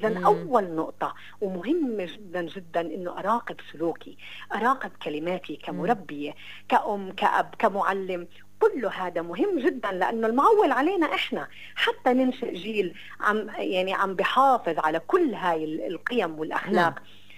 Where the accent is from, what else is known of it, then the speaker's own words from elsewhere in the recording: Palestine; إحنا كفلسطينيين